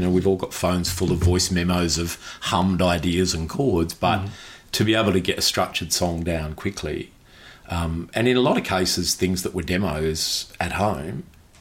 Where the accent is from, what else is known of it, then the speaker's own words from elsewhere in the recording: Canberra, Australian Capital Territory, Australia; now in Sydney, Australia; We're originally from Canberra, so yes. Very easy for us to head back home to Canberra.